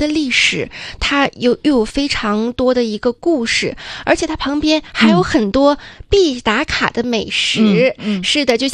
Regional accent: China; moved away as an adult; now in Macau; 当时我真的作为一个内陆孩子，我没有见过这么大的台风要来临

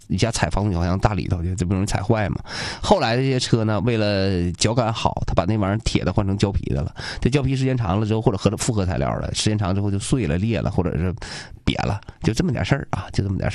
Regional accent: China; 其实咱们中国人骨子里还是比较善战。

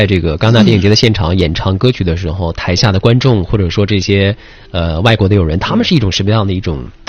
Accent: Northeast China, China; 因为我们东北人其实在全国范围来讲，大家都会觉得我们东北人特别热情

